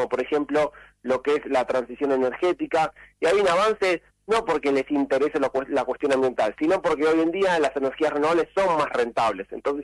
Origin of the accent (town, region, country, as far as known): Argentina